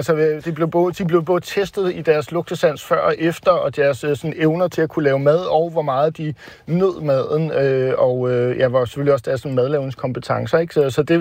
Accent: Måløv, Capital Region of Denmark, Denmark; nede i Måløv, hvor jeg er vokset op

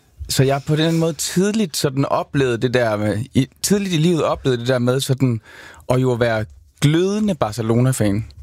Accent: Skive, Central Denmark Region, Denmark; Og jeg er vokset op i Skive, hvor det er SIK, som har været, altså, som er en fin fodboldklub

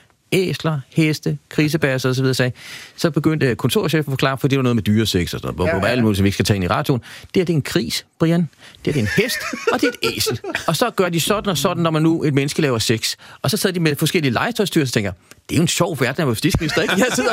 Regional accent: Ballerup, Capital Region of Denmark, Denmark; Jeg er fra Ballerup af, ikke?

